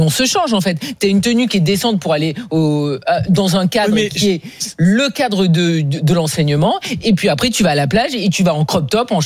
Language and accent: French; Southeast, France; Non, mais moi, alors, je suis l'exemple parfait parce que je viens du Sud, donc dans le Sud-Est, il fait très vite très chaud